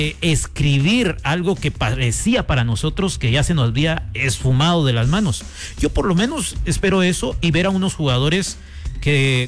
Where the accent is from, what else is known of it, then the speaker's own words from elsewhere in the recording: Guatemala; Somos guatemaltecos, por supuesto.